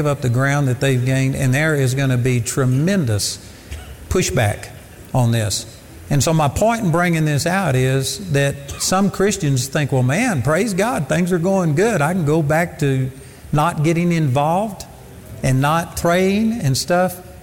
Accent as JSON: {"language": "English", "region": "Texas", "country": "United States", "tie": "born or raised there", "said": "Christianity, like I grew up in Texas"}